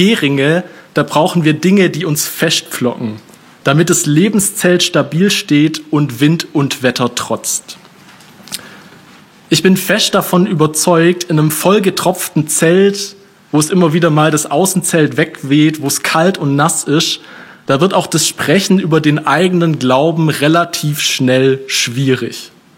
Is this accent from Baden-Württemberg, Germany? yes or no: yes; Baden-Württemberg, Germany; Bei uns im Schwabenland haben wir eine sehr ausgeprägte Zeltlagerkultur und ich denke, das weiß jedes Kind in unseren Gemeinden.